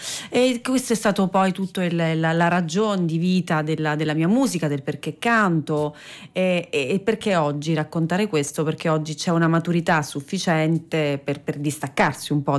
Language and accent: Italian; Sicily, Italy; io sono siciliana